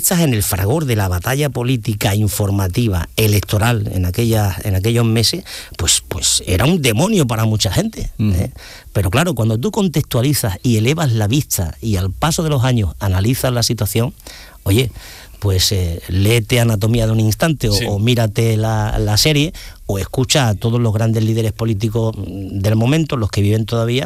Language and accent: Spanish; Ubrique, Andalusia, Spain; A mí me tira mucho Cádiz, yo siempre digo que soy un gaditano con piel de ubrique